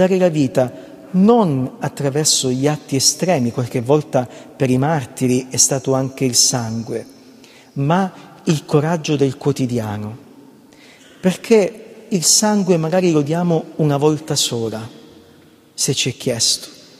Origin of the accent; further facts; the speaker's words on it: Calabria, Italy; io sono della Calabria